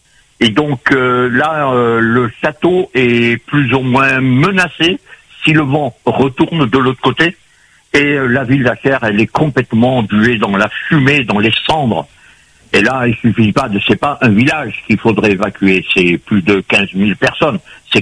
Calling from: Paris, Île-de-France, France; Je vous appelle de Paris.

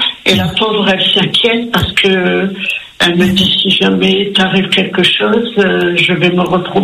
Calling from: Paris, Île-de-France, France; De Paris.

